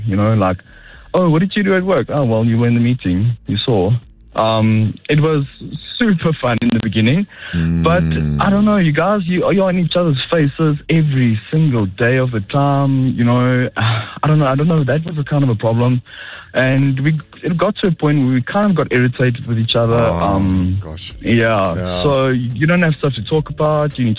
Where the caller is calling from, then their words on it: Johannesburg, Gauteng, South Africa; From Joburg.